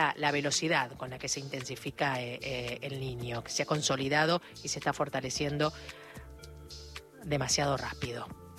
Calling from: Ibarlucea, Santa Fe, Argentina; de Ibarlucea, Santa Fe.

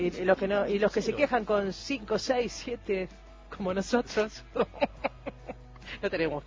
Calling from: Paraná, Entre Ríos, Argentina; de Paraná, Entre Ríos. Yo escucho Radio Nacional en este horario que están ustedes.

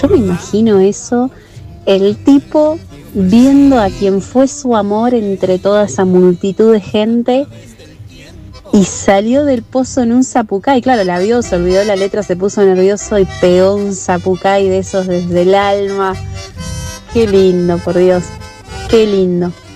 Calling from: Argentina

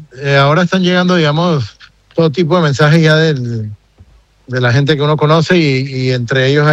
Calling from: Panama City, Panamá, Panama; Estoy aquí en el puro centro de la ciudad.

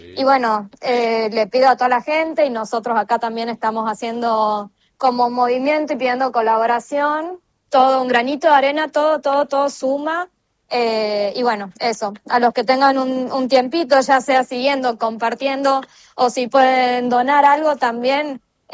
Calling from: Argentina

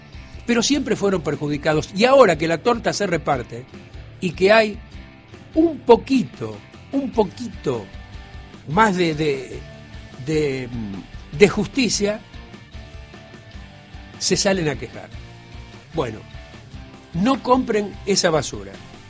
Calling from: Rosario, Santa Fe, Argentina; Yo vivo en Rosario, vivo en Santa Fe.

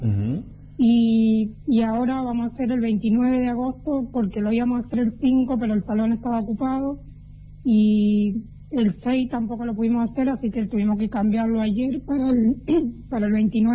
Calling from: Cuadro Nacional, Mendoza, Argentina; Sí, yo vivo en Cuadro Negro, pero tengo mi familia en Rama Caída.

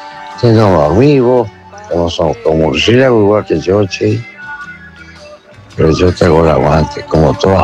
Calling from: Pico Truncado, Santa Cruz, Argentina; yo te escribo acá del sur. Del sur de Pico Truncado

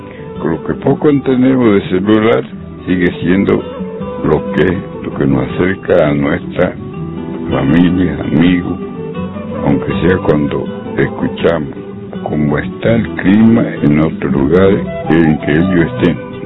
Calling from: Fortín Soledad, Formosa, Argentina; Soy de Fortín Soledad, provincia de Formosa, productor ganadero de la zona del Bañado La Estrella. Tengo 71 años

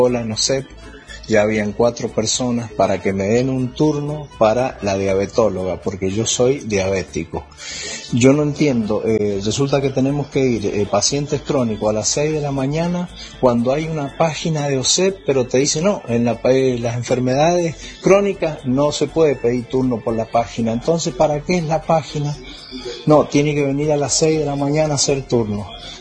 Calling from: Cuadro Nacional, Mendoza, Argentina; de Cuadro Nacional.

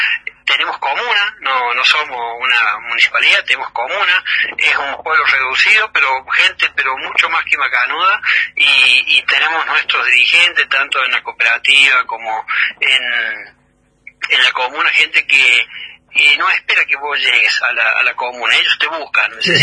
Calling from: Córdoba, Argentina; nosotros acá en un pueblo vecino que se llama Anisacate, tenemos a … como vecino.

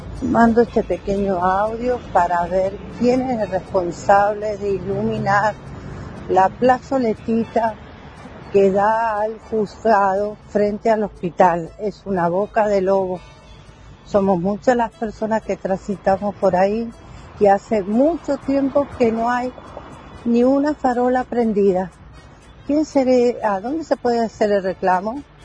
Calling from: Mendoza, Argentina; del Cerrito.

